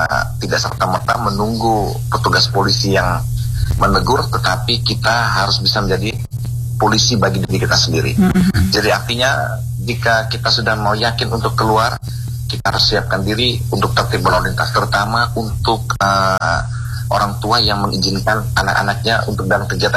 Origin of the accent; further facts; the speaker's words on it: East Nusa Tenggara, Indonesia; sebuah kebanggaan bagi kita orang ND, orang Flores, orang NTT, dan orang Indonesia.